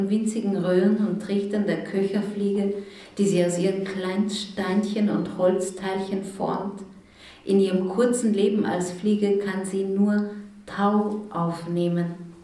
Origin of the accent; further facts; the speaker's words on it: Styria, Austria; ich bin auch an der Grenze aufgewachsen, ungefähr so 200, 300 Meter von der heute österreichisch-slowenischen Grenze, die ganz lang eigentlich die ungarisch-österreichische Grenze war